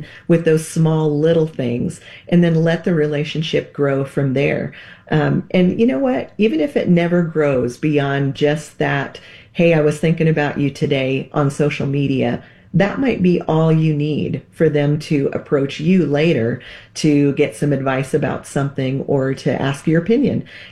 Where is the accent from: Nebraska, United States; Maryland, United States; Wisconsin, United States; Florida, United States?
Nebraska, United States; born or raised there